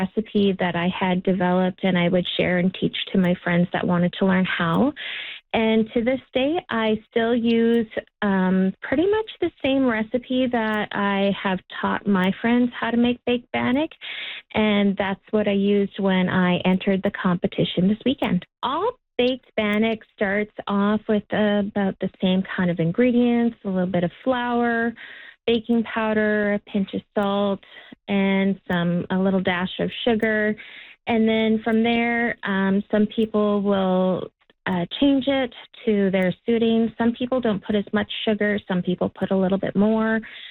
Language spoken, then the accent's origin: English; Fort Simpson, Northwest Territories, Canada; was also taught how to make bannock in my culture and language class when I was growing up in Fort Simpson.